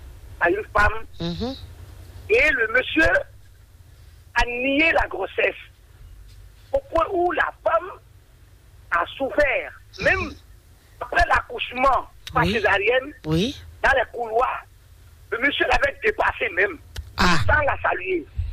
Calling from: Sèmè-Kpodji, Ouémé, Benin; De la commune de Semekpoji.

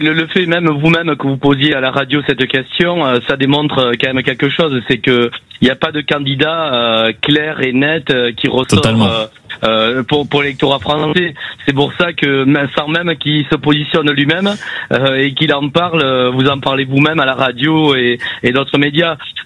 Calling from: France; mes parents viennent d'ailleurs, d'Afrique du Nord, du Maroc. Je suis français depuis ma naissance, fier de l'être

